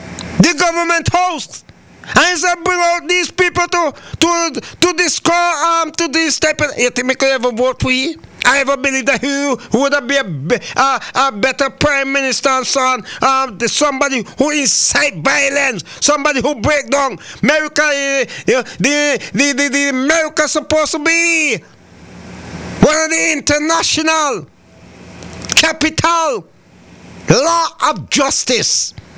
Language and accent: English; St. Vincent & Grenadines; St. Vincent and the Grenadines, my hometown.